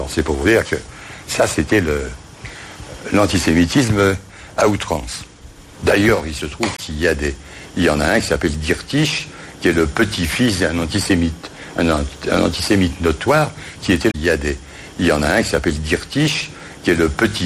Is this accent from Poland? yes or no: yes; Poland; dans cette épreuve que nous subissons, nous aussi, en tant que Polonais